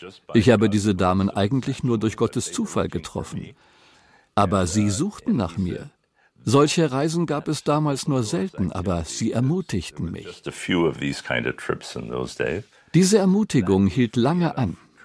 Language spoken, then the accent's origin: German; Canada; Und ich hatte zugestimmt, das Büro in Kanada als Kanadier für 5 Jahre zu leiten.